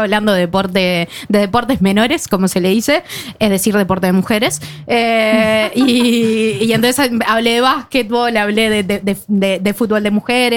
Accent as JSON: {"language": "Spanish", "country": "Uruguay"}